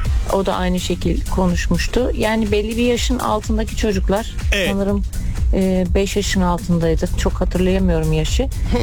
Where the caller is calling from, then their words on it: İzmir, Turkey; ben İzmir'den.